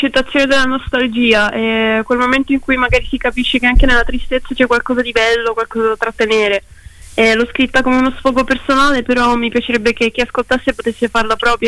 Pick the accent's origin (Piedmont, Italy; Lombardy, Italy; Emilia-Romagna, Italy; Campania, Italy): Piedmont, Italy; Io sono della provincia di Torino.